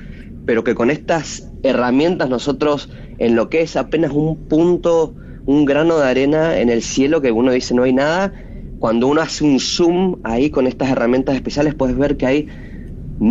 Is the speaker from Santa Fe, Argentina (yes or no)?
no; Mendoza, Argentina; born there; yo nací en Mendoza, me tocó mucho ver el cielo desde las montañas increíbles que tenemos